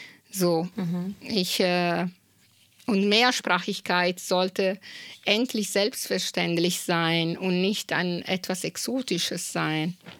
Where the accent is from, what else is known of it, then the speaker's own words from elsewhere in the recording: Italy; first language Italian; German is a second language; Heimat, also aus Italien, erzählen. Ja, und selbst wenn ich Deutsch kann, also Italienisch ist auch meine Heimat.